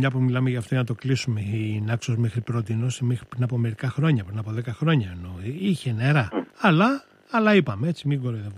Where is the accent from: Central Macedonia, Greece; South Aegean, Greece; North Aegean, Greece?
South Aegean, Greece; Naxos; το νησί μου, παραδείγματος χάρη την Άξο